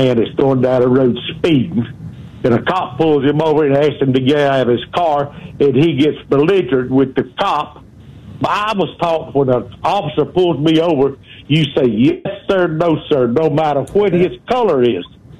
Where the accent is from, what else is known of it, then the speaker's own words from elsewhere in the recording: the South, United States; I'm from the South, and I love the South, but they've took all of our statues down